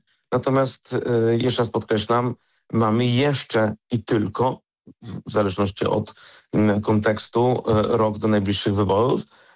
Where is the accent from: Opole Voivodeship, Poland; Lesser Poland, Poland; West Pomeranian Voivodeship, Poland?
Lesser Poland, Poland; Kraków; Ja jestem Krakusem dziada pradziada. Ja kocham to miasto. Ja znam to miasto od podszewki.